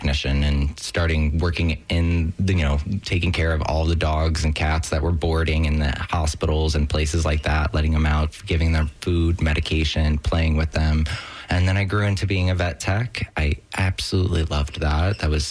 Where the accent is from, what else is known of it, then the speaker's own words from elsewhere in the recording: St. Petersburg, Florida, United States; now in Lutz, United States; I was raised in St. Pete, you know, and I moved back home about 2021, and I just couldn't afford to move back to St. Pete at that time. So I was fortunate enough, though, to obviously stay within the Tampa Bay area, and I've been very, very much enjoying where we are at in Lutz.